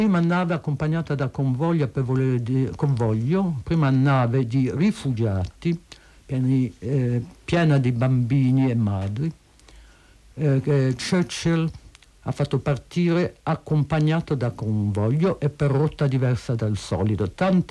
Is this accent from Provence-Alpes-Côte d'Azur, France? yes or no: no; Paris, Île-de-France, France; first language French; Italian is a second language; io sono nata a Parigi e nell'ambiente ha parlato era francese fino ai miei 9 anni.